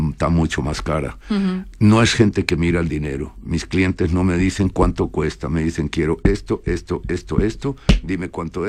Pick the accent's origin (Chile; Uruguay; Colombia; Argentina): Colombia; born there; Yo soy hijo de diplomáticos. Nací en Colombia, pero mi padre es gallego y mi madre es sevillana.